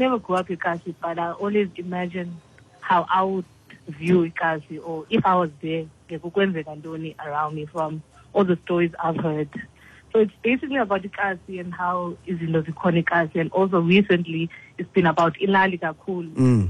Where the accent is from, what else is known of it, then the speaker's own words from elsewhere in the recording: South Africa; I'm all about South Africa and what we all about as a South African